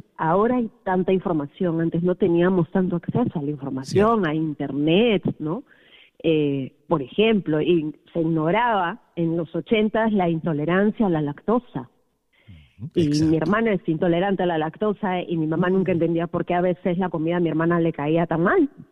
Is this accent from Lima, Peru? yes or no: yes; Lima, Peru; En Lima, sí, correcto, en Lima, crecí en Lima